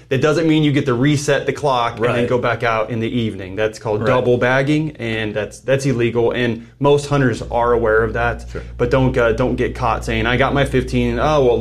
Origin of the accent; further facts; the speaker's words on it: New Mexico, United States; now in Texas, United States; I grew up, actually, I'm a transplant from New Mexico. And so I was used to the big open lands, a lot of public lands.